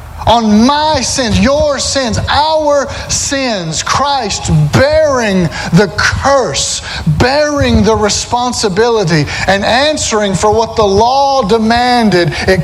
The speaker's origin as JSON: {"language": "English", "region": "Alabama", "country": "United States", "said": "Yeah, I'm from Alabama. That's how we talk sometimes."}